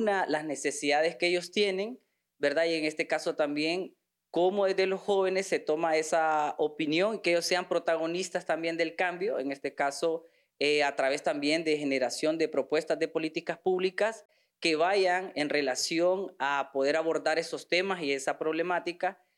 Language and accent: Spanish; Honduras; en Honduras tenemos un porcentaje amplio, ¿verdad?, de población joven